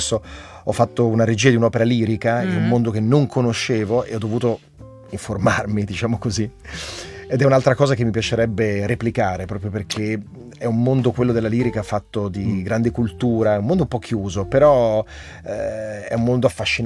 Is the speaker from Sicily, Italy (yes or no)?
no; Bergamo, Lombardy, Italy; sono anche bergamasco